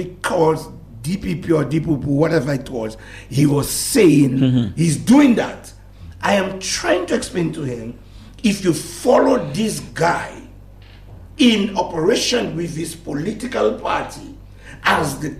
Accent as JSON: {"language": "English", "country": "Dominica", "said": "I grew up telling everybody, I'm from Dubik."}